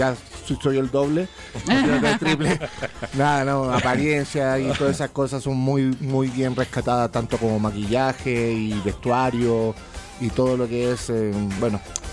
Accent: Viña del Mar, Valparaíso, Chile; born there; Amigo, yo nací en Viña del Mar, Chile.

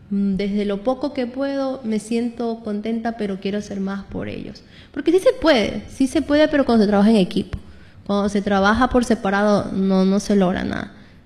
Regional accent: Calceta, Manabí, Ecuador; now in Manta, Ecuador; tengo 27 años viviendo aquí en Manta, pero yo soy de Calceta.

